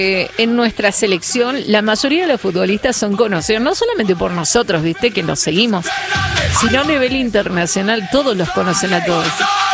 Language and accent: Spanish; Argentina; nosotros, que somos los argentinos